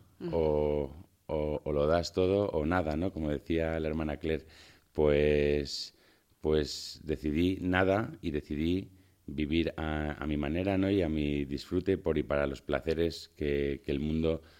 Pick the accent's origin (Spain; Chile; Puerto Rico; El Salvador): Spain; Madrid, Community of Madrid; born there; nací en Madrid, aunque uh-huh. Mi familia viene del norte, de Bilbao, y las raíces de mi madre también son del norte. Siempre hemos tenido la familia, la base en Madrid.